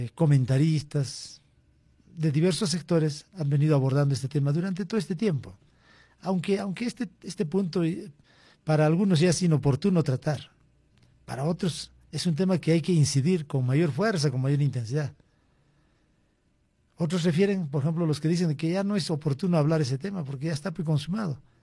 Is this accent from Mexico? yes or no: no; Peru; nosotros como peruanos